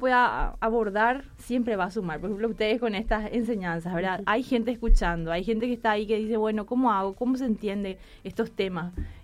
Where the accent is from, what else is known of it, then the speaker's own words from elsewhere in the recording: Argentina; born there; also born or lived in Brazil; mi mamá creció en Argentina, yo nací en Argentina